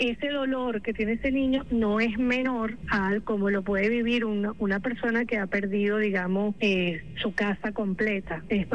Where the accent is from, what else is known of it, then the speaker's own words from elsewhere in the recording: Venezuela; lo que nos define como venezolanas y venezolanos